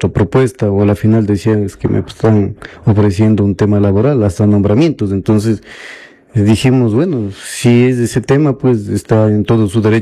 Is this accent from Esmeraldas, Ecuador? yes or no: no; Bolívar, Ecuador; venimos de la comunidad de Pongo Urco y por hoy también pertenezco a la comunidad de Vinchoa Grande.